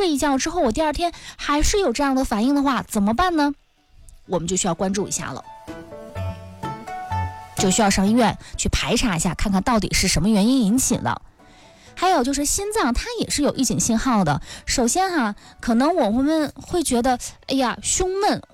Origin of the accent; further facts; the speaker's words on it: Northeast China, China; 尤其对于我们北方人来说，我们东北人来说